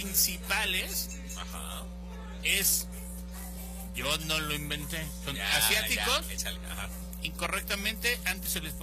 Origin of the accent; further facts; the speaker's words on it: Mexico; yo soy mexicano.